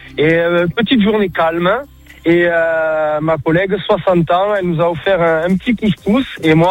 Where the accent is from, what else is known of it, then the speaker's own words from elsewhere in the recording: Béziers, Occitanie, France; Eh ben, je suis de Béziers, tranquille, le soleil, le beau temps.